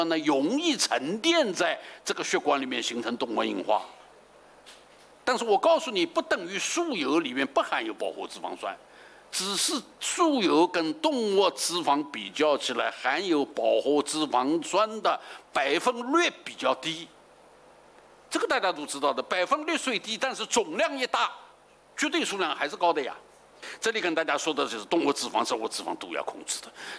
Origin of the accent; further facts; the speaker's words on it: China